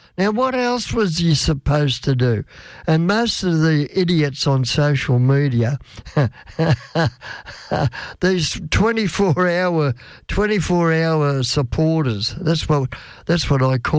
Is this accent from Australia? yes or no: yes; Australia; I am an Aussie. Yeah, I was born and bred here. And I am a proud Australian, and I'm proud to be an Aussie.